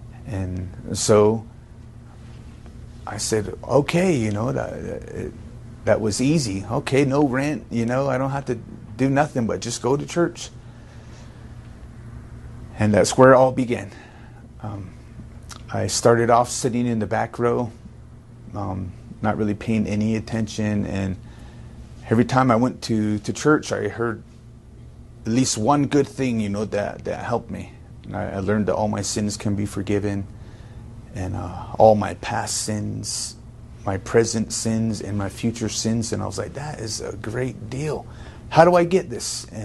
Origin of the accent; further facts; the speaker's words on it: Arizona, United States; I'm from Noslini, Arizona. I attend Solid Rock Baptist Church.